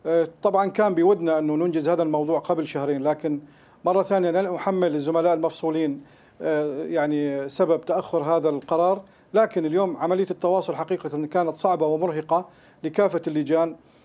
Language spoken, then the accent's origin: Arabic; Aleppo, Aleppo Governorate, Syria; moved away; أنا من مدينة حلب، أزور مدينتي كل أسبوع